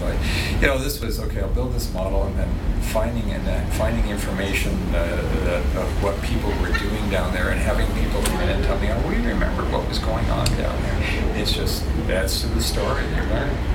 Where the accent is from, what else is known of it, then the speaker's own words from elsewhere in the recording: Trenton, Ontario, Canada; Well, born and raised in Trenton, my dad and mom both served in the Air Force.